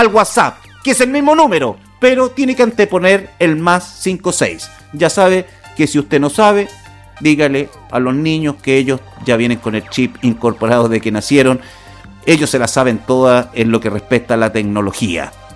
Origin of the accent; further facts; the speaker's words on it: Chile; como buen chileno siempre dejamos las cosas para última hora.